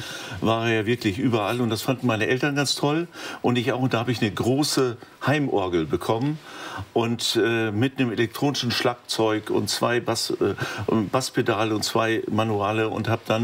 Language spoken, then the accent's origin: German; Lower Saxony, Germany; Und da lebt auch noch meine Mutter in unserem Elternhaus. Meine große Schwester ist da noch. Und das ist so meine Heimat, das südwestliche Niedersachsen